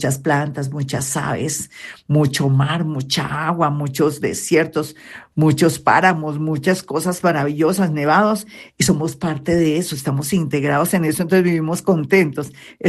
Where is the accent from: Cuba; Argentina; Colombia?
Colombia